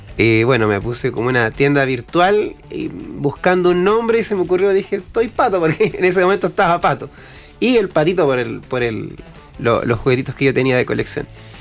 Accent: Antofagasta, Chile; moved away as an adult; now in Coquimbo Region, Chile; yo soy de Antofagasta, ¿ya? Cuando llegué acá a la cuarta región, por ahí por el 2015, ¿ya?

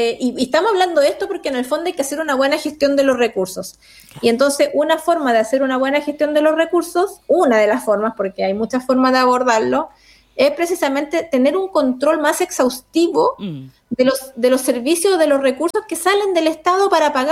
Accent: Chile

